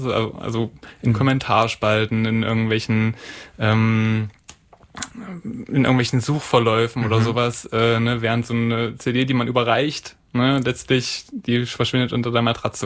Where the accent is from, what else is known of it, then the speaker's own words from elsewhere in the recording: Saxony-Anhalt, Germany; ich komme aus der Nähe von Halle und da gibt's viele Dorffeste